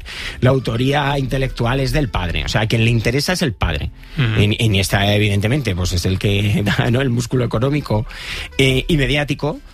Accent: Leganés, Community of Madrid, Spain; yo que soy del Barça, entonces tampoco tengo, aunque criado en Leganés, entonces no le tengo especial jerita al Getafe.

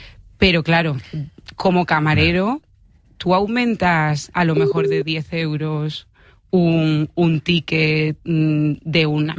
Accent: Seville, Andalusia, Spain; encima soy sevillana, he sido camarera en Sevilla

